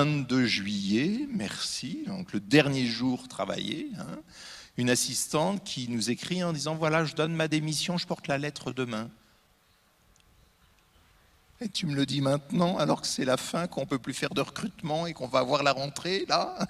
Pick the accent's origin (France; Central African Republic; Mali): France; Normandy; Je suis normand, hein. Un pommier, je le connais.